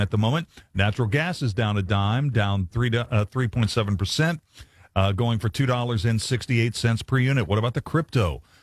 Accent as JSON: {"language": "English", "town": "Ravenswood", "region": "West Virginia", "country": "United States", "tie": "born or raised there", "said": "I've felt this way about them since growing up in Ravenswood and dealing with my classmates who cheered for them."}